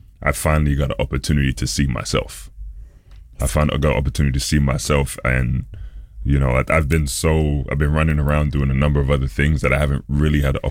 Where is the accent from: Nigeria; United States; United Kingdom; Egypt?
United Kingdom; Tottenham, London; I'm from Tottenham, so growing up, I never went to the National Portrait Gallery or even that part of London.